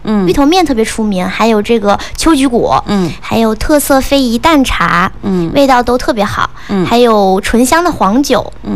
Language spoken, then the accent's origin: Chinese; Pingnan, Fujian, China; 来平南一定要逛逛我的老家龙潭古村，这也是我从小长大的地方